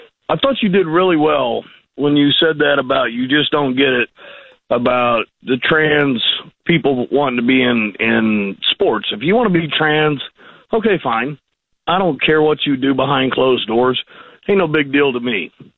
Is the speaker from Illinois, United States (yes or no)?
no; St. Louis, Missouri, United States; now in Raleigh, United States; I was raised in St. Louis. It's not the biggest city in the nation. And I still go there quite often. I've never seen anybody beaten up for doing that. Right now, I reside in Raleigh.